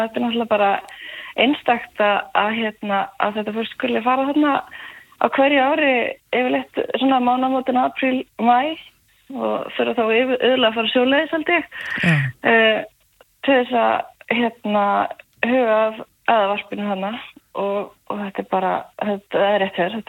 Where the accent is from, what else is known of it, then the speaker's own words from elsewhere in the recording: Hella, Southern Region, Iceland; moved away as an adult; Nei, nei ég það alls ekki, ég sönlendingur, ég uppalinn á Helli